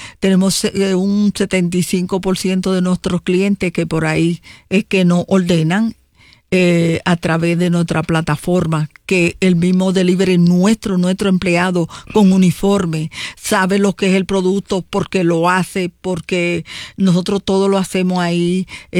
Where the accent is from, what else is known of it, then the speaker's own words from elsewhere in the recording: Dominican Republic; now in Puerto Rico; yo soy dominicana y tengo 51 años acá en Puerto Rico.